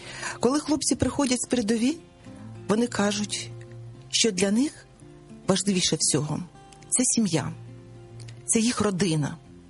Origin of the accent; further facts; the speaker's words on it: Oleksandrivka, Kirovohrad Oblast, Ukraine; Я народилась на Кіровоградщині, в селищі Олександрівка, в мальовничому селищі Олександрівка.